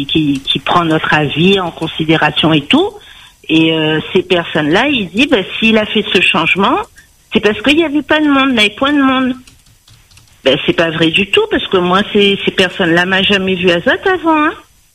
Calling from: Saint-Leu, Réunion; je parle pour la population de Saint-Leu.

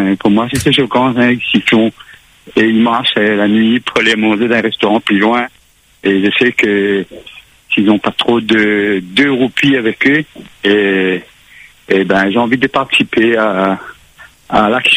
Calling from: Saint-Pierre, Réunion; Non, j'habite à Saint-Pierre, pas loin.

